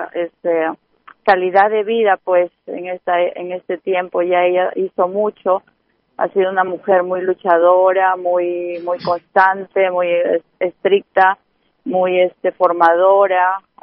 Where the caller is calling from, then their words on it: Peru; para nosotros, las peruanas